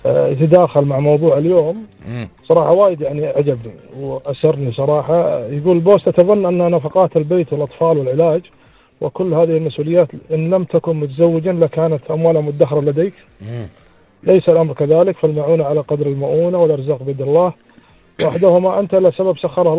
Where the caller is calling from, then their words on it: Saudi Arabia; من السعوديه.